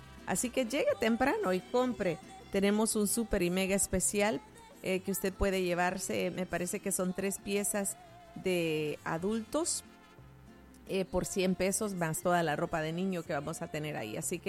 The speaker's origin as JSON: {"language": "Spanish", "region": "La Unión", "country": "El Salvador", "said": "En mi país, El Salvador, yo soy de El Salvador y sé que la mayoría lo saben que soy de la República de El Salvador, del Departamento de la Unión."}